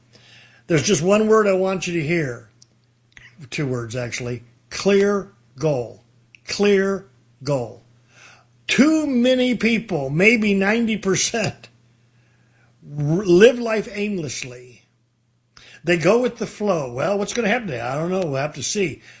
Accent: Detroit, Michigan, United States; I come from Detroit

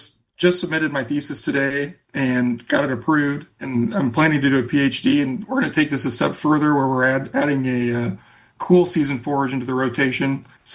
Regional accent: Kansas, United States; I grew up in Scott County on a farm that had a wheat, grain, sorghum, fallow rotation.

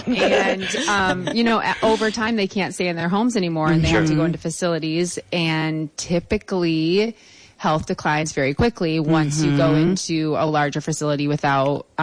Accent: Saugatuck, Michigan, United States; moved away as an adult; now in Colorado, United States; Yes. I'm from Saugatuck. I am Saugatuck born and raised.

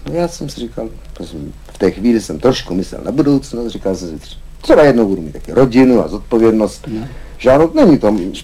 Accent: Smečno, Central Bohemian Region, Czechia; Já jsem prostý chlapec ze Smeče, který se vyšvihl.

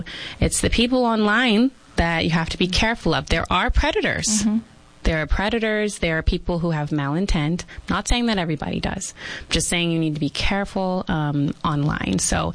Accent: South Carolina, United States; born there; now in Yuma, United States; I was born in South Carolina.

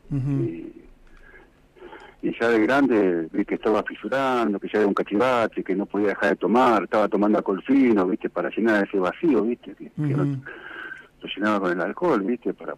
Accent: Buenos Aires, Argentina; moved away as an adult; Yo soy de Buenos Aires.

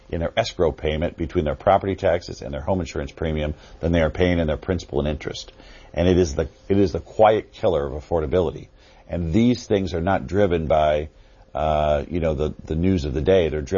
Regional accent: Nebraska, United States; Well, in my home state, the price of corn and soybeans and beef, obviously.

